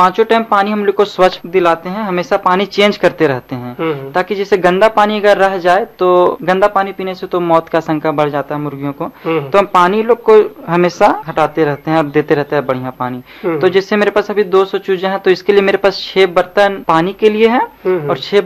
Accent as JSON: {"language": "Hindi", "region": "Jharkhand", "country": "India", "said": "और हम इचाक प्रखंड का मने गाँव का रहने वाले हैं"}